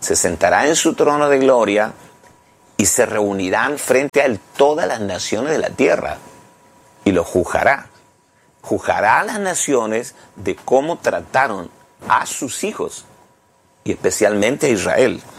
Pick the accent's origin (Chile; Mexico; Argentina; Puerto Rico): Chile; soy de Chile.